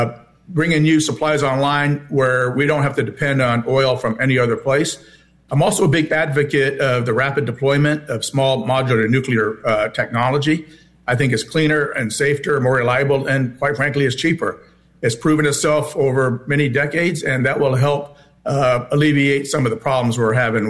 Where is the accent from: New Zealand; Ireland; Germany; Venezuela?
Germany; moved away; I recall when I was growing up in Germany, there were days when the Autobahns were just totally empty because of the Arab oil embargo.